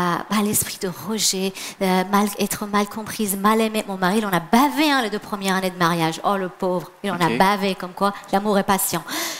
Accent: Iran; moved away; moi, je suis iranienne, d'où mon prénom d'ailleurs. Et donc j'ai connu cette période en Iran de la guerre, de la disette, des bombardements

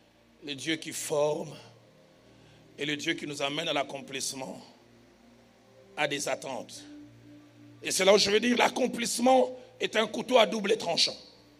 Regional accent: Lausanne, Vaud, Switzerland; J'ai grandi à Lausanne.

